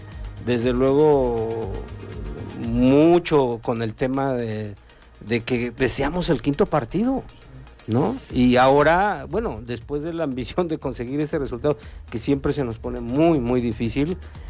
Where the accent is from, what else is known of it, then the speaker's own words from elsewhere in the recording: Mexico; que generamos como mexicanos